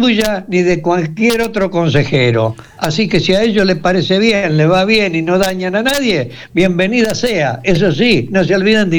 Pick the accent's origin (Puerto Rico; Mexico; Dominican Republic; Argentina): Argentina; Reconquista, Santa Fe; acá a mi pago, a Reconquista.